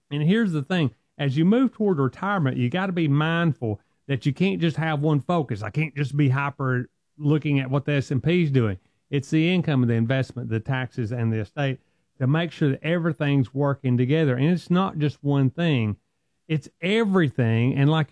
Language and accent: English; the South, United States; accent: Southern; And I know I'm from the South and I got a strong accent.